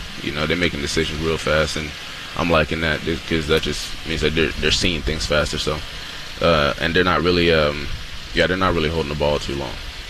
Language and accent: English; Portland, Oregon, United States; I'm from Portland, Oregon.